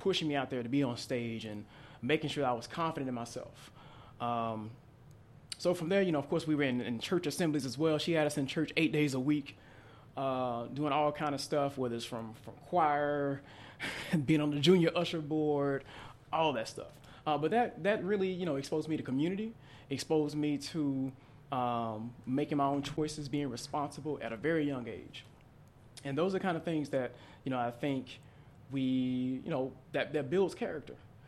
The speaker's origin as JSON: {"language": "English", "town": "Jackson", "region": "Mississippi", "country": "United States", "tie": "born or raised there", "said": "Oh, yeah, we're both from Jackson, Mississippi, born"}